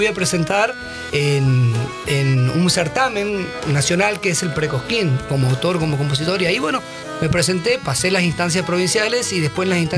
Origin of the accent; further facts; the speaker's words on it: Charata, Chaco, Argentina; moved away; also born or lived in Resistencia; yo soy de Charata. Charata es una ciudad que está en el interior de la provincia, a 300 kilómetros de Resistencia.